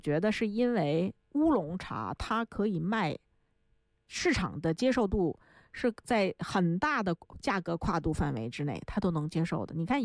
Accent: China; 我们中国人拿来炖肉的东西

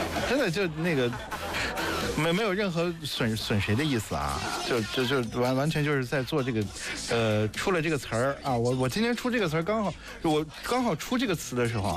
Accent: Xinjiang, China; 像我是从小在新疆长大的啊，

